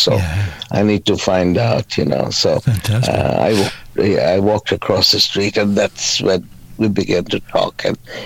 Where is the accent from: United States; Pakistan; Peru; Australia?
Pakistan; born or raised there; also born or lived in Bangladesh